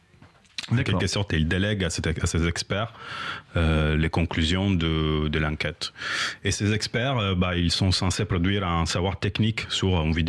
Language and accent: French; Italy; now in Paris, France; Très vite, je suis journaliste, je suis italien, mais je vis à Paris depuis longtemps